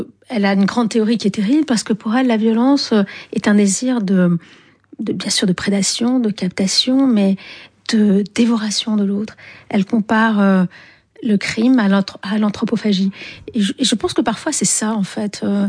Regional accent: Algiers, Algiers Province, Algeria; moi je sais qu'à chaque fois, on me raccorde à l'Algérie, parce que j'ai grandi à Alger, qui était un pays très viril, masculin.

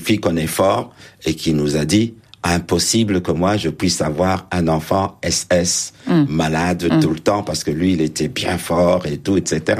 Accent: Lubumbashi, Katanga, DR Congo; moved away as an adult; le Katanga, parce que je suis né à Elisabethville, hein, on appelait ça Elisabethville, où j'ai des souvenirs de l'enfance

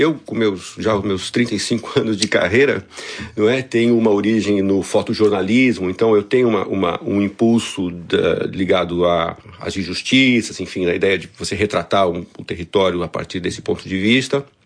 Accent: São Paulo, Brazil; São Paulo é a minha cidade, é onde eu nasci.

